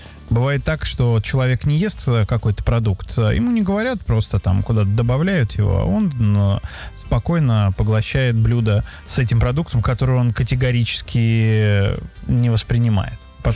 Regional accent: Saint Petersburg, Russia; born there; Живу в Питере уже 45 лет и ни разу не был на фонтанах в Петергофе. Родился в Ленинграде, живу в Питере и не был на фонтанах.

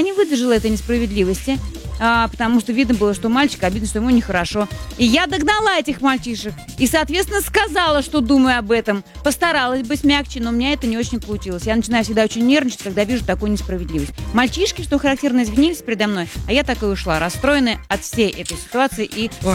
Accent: Saint Petersburg, Russia; из Санкт-Петербурга.

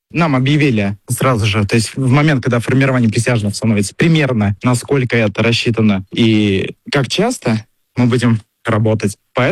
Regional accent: Samara Oblast, Russia; я из Самарской области.

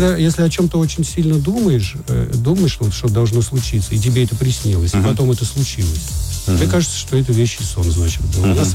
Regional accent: Krasnodar, Krasnodar Krai, Russia; also born or lived in Perm / Orenburg / Maykop; Родился я в Перми, потом жил в Оренбурге, в Майкопе, потом школу заканчивал в Краснодаре.

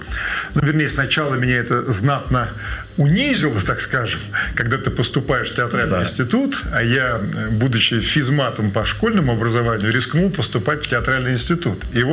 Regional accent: Moscow, Russia; born there; мне 17 лет, я родился в Москве.

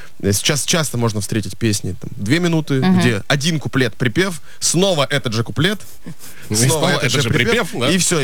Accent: Kurakhove, Donetsk Oblast, Ukraine; moved away; это было в Курахово. В нашем родном городе.

